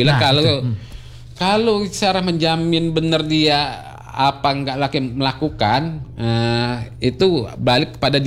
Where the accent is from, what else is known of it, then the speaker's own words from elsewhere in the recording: Palembang, South Sumatra, Indonesia; saya juga orang Palembang